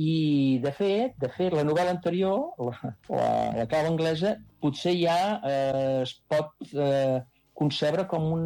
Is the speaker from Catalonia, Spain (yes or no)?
yes; Taradell, Catalonia, Spain; moved away as an adult; havia estat, doncs, en fi, vivint fins als 25 anys en una masoveria, que és la masoveria familiar